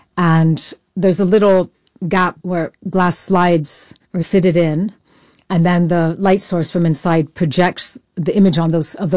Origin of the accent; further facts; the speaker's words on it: Doncaster, Yorkshire and the Humber, United Kingdom; born there; also born or lived in London; moved from London to Doncaster, and then also being mixed myself